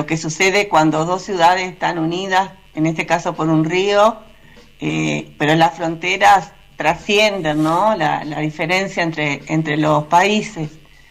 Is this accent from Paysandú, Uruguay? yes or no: yes; Paysandú, Uruguay; Yo además soy de Paysandú, soy sanducera, estoy mirando el Río Uruguay también acá